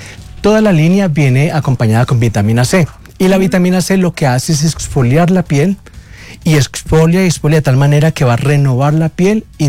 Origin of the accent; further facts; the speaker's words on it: Cali, Valle del Cauca, Colombia; Yo soy de Cali y con familia paisa.